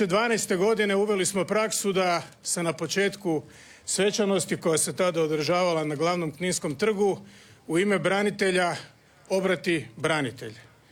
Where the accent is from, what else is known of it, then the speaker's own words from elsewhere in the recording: Croatia; Ja sam predsjednik Hrvatske, ja sam Hrvat